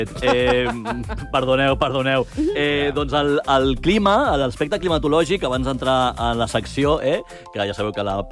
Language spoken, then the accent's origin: Catalan; Galicia, Spain; born there; moved away; Jo és que soc gallec